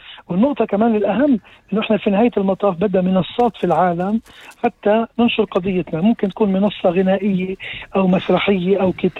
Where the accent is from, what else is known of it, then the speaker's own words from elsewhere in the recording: Palestine; كيف إحنا منشوف أنفسنا كفلسطينيين